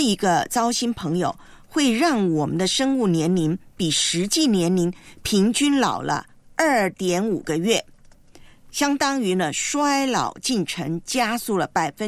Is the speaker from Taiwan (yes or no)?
yes; Taiwan; moved away; 的老家呢，我的故乡啊，台湾